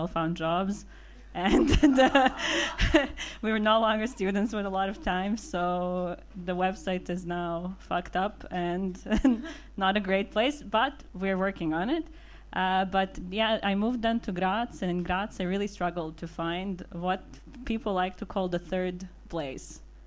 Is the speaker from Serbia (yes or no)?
yes; Belgrade, Serbia; I'm also part of Res Radio since September, and I'm from Belgrade. In Belgrade, I always knew where to go.